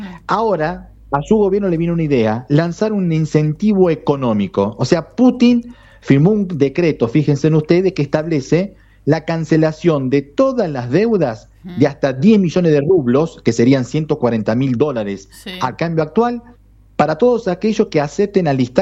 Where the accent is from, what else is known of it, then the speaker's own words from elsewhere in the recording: Argentina; nosotros que somos argentinos